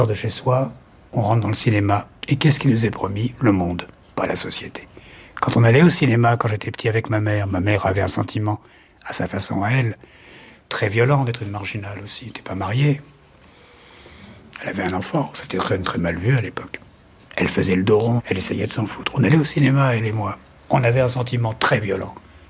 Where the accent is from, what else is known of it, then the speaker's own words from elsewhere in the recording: Paris, Île-de-France, France; born there; Moi, je suis né à Paris. Moi, tout mon imaginaire, toutes mes émotions, mon ancrage